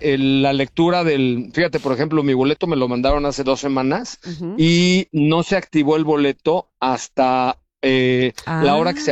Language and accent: Spanish; Yucatán, Mexico; mi cabeza no entraba porque soy yucateco